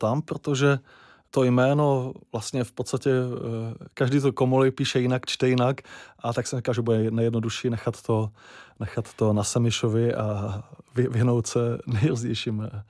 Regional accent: Bruntál, Moravian-Silesian Region, Czechia; Odkud pocházím, a vlastně některé ty texty vznikaly právě kousek za městem, za Bruntálem, takže ten odkaz je na Bruntál

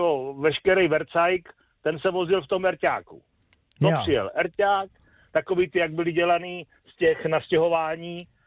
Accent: Pardubice Region, Czechia; born there; Já pocházím z Pardubicka, kde jsme vymetali Big Beaty na klasických adresách jako Újezd u Přelouče, Semín, Strášov, Valí.

